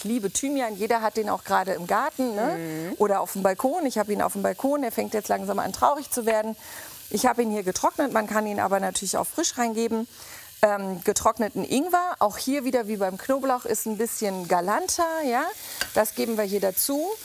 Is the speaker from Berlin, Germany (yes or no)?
yes; Berlin, Germany; Ich bin ja Berlinerin.